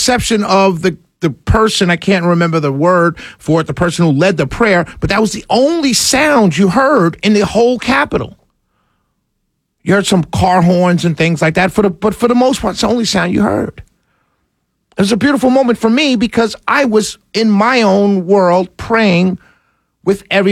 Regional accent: New York City, New York, United States; because I had never experienced it growing up in New York City.

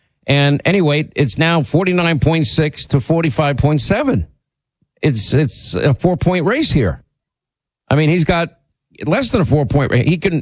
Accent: Florida, United States; And in my home state of Florida is real.

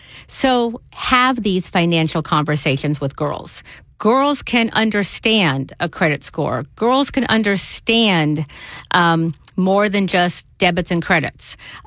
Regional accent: Tulsa, Oklahoma, United States; I tease that I grew up in Tulsa, Oklahoma, and we would go on family vacations driving.

